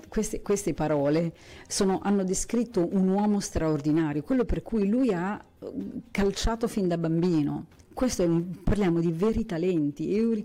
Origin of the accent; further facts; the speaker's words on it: Lombardy, Italy; io sono lombarda